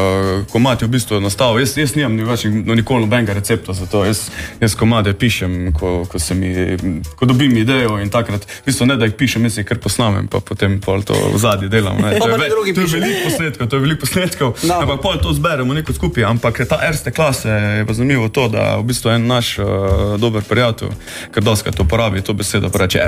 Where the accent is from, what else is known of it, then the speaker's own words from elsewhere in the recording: Styria, Slovenia; mi smo Štajerci, tako da malo preko tega nemškega predihajo vsekakor v vsakih preko naših besedah